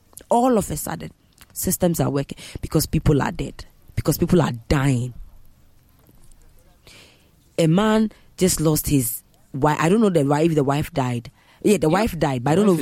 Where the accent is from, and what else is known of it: Ghana